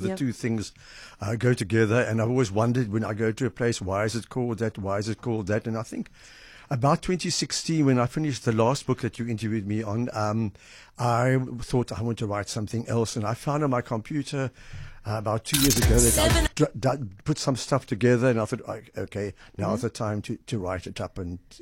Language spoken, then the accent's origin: English; Uitenhage, Eastern Cape, South Africa; born there; moved away as an adult; also born or lived in Grahamstown / Port Elizabeth; now in Durbanville, South Africa; I was born in Uitenhage, which is Kariga. I was educated in Grahamstown, which is Makanda. Started teaching in PE, which is Kaberga. And now I live in Cape Town. Well, actually, I live in Durbanville, which mercifully changed its name many years ago from Pampoenkraal.